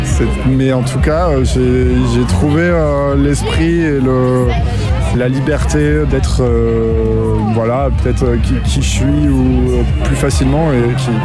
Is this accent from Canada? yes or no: no; Chalais, Nouvelle-Aquitaine, France; Je viens de Chalais, en Dordogne du coup.